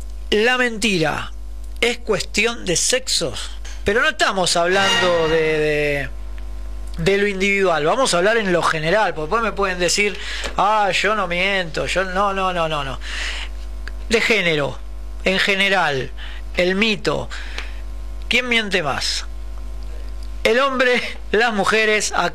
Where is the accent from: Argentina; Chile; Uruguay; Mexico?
Argentina